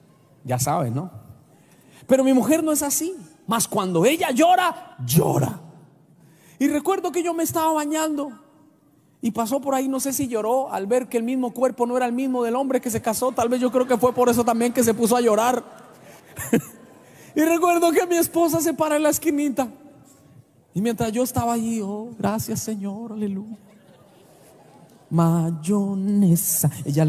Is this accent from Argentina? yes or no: no; Colombia; born there; porque de donde yo nací, por allá de los campos de Colombia, mi abuelo no era tierno con mi abuela.